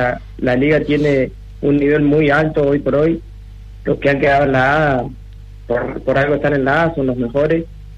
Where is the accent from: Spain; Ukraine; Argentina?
Argentina; Puelén, La Pampa; soy de Puelén, mi pueblo es Puelén.